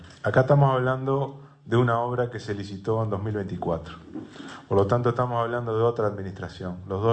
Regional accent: Uruguay

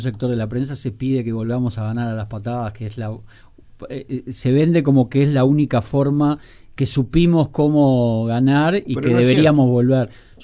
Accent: Uruguay; somos todos de Uruguay

